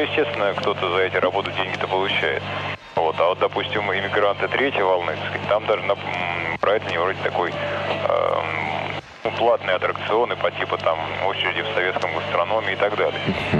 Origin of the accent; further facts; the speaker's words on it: Volgograd, Volgograd Oblast, Russia; Вот, я тут сам из Волгограда. Нас тут с декабря присоединили к «Эхо Москвы».